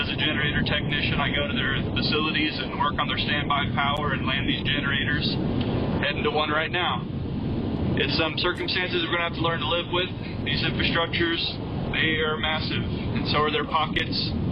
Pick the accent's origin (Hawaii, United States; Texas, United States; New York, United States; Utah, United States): Texas, United States; I'm only 28 years young. I grew up here in the Hill Country. It's home to me.